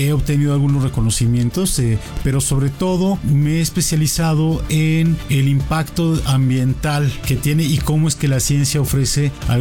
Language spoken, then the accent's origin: Spanish; Puebla, Mexico; also born or lived in Tampico, Tamaulipas / Mexico City; yo nací en Tampico, Tampico, Tamaulipas, pero desde los 6 años viví en Puebla